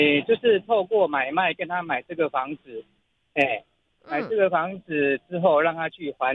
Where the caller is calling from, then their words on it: Chiayi, Taiwan; 柯律师哈，我是嘉义这边哈，我有一个法律上的问题要请教。